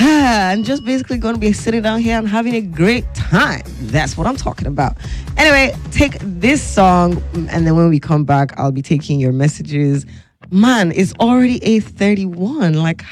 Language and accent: English; Nigeria; accent: Yoruba; But you'll be able to hear some of the English words or English phonetics in my Yoruba accent.